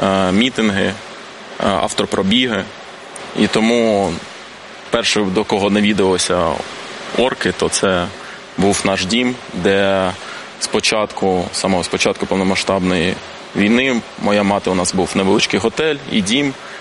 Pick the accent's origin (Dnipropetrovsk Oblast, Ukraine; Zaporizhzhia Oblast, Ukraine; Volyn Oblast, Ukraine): Zaporizhzhia Oblast, Ukraine; Berdiansk; born there; moved away; also born or lived in Crimea; у мене батько з Криму, мати з Макіївки. Я народився в Бердянську. Кожне літо я проводив по 3 місяці в Криму.